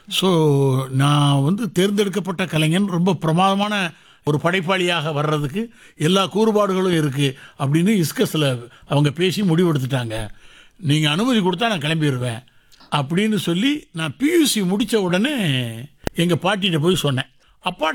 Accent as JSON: {"language": "Tamil", "town": "Kovilpatti", "region": "Tamil Nadu", "country": "India", "tie": "born or raised there", "also_born_or_lived": "Virudhunagar", "said": "ஆமா, நான் பிறந்தது வந்து விருதுநகர், படிச்சது வளர்ந்தது எல்லாமே கோவில்பட்டி."}